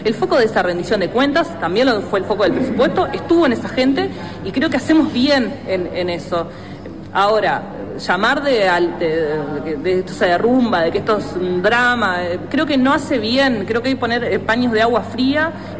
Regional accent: Uruguay

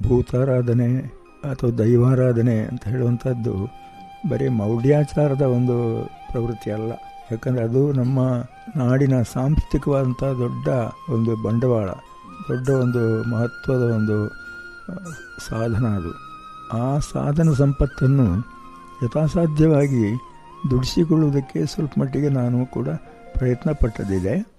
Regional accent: Someshwara, Karnataka, India; moved away as an adult; also born or lived in Kotekar / Puttur; ನಮ್ಮ ಸೋಮೇಶ್ವರದ ಪರಿಸರ

